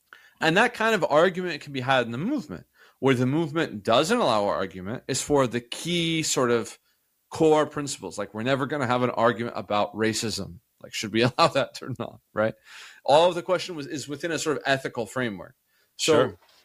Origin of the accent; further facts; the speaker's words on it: United States; as an American